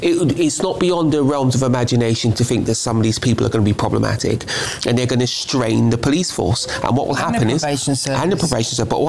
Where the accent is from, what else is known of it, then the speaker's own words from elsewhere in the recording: London, United Kingdom; I grew up near Scrubs Prison. I could see it from where I lived.